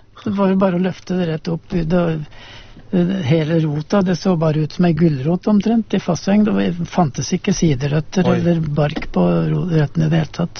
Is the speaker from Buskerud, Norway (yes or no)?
yes; Østmodum, Buskerud, Norway; gården hjemme på Østmodum